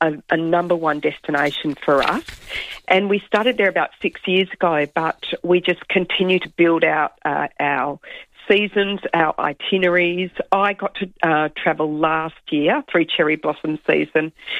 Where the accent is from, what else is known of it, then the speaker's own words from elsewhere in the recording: Western Australia, Australia; Being a West Australian, I've been up at least 20 times.